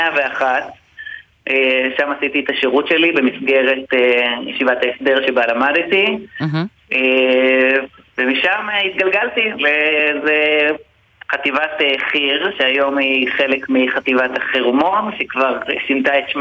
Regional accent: Kiryat Shmona, Northern District, Israel; אני נולדתי בקריית שמונה, בצל הקטיושות, זאת הייתה הילדות שלי

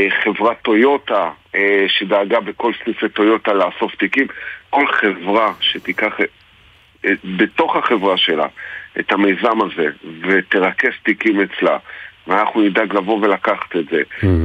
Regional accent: Hadera, Haifa District, Israel; אנחנו מחדרה

